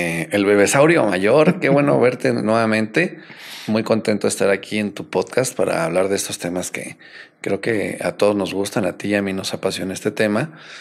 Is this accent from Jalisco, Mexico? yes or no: no; Querétaro, Mexico; born there